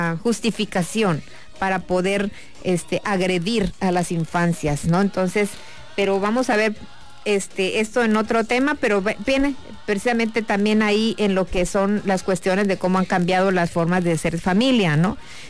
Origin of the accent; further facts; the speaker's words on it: Tabasco, Mexico; somos como una familia tabasqueña